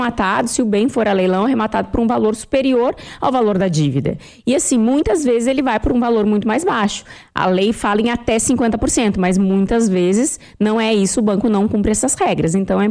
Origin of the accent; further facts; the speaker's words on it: South Region, Brazil; moved away; lá no sul, lá na minha terra